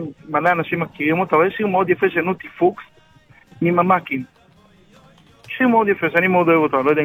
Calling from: Ofakim, Southern District, Israel

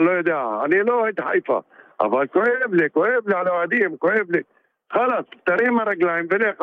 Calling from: Kafr Yasif, Northern District, Israel; כפר יסיף.

